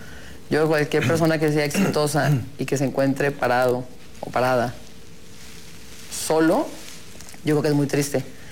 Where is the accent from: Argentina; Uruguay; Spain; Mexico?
Mexico; Soy muy orgullosa, ¿no? De los colores, de la bandera, de nuestro país.